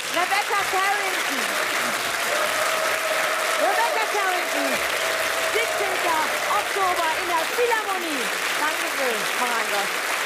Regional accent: Oberhausen, North Rhine-Westphalia, Germany; Ich komme aus Oberhausen-Altstaden. Wie hört sich das denn an? Ne? Das ist mitten im Ruhrpott.

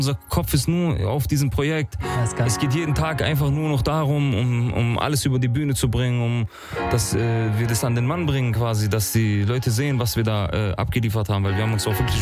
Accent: Germany; Wir sind Kinder von Gastarbeitern, wir sind Kinder von Geflüchteten, die hier in Deutschland geboren sind, aufgewachsen sind. Ne? Wir tragen, wir kommen beide aus dem Kosovo, wir sind Albaner. Aber dennoch sind wir hier geboren, wir denken deutsch, wir träumen deutsch

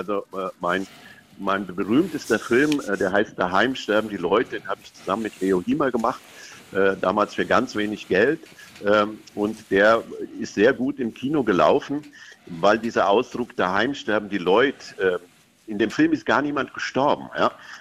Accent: Germany; ich sage jetzt mal, ich als Deutscher mich zu Hause fühle

